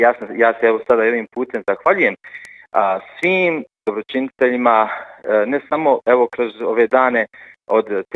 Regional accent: Sarajevo, Federation of Bosnia and Herzegovina, Bosnia & Herzegovina; also born or lived in Croatia; I ja sam ponosan, evo isto vam mogu reći, kao Sarajlija, kao onaj kome je Bog darovao ovaj grad

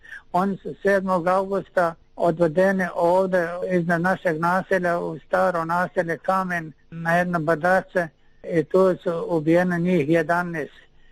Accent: Botonjići, Una-Sana Canton, Bosnia & Herzegovina; born there; rođen sam u Botonjići, a Botonjići pripadaju u Biljanima.

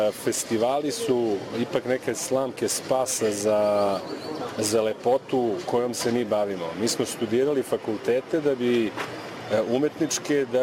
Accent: Sombor, Vojvodina, Serbia; born there; iako sam rođen u Somboru, da sam u stvari nekako kod kuće.

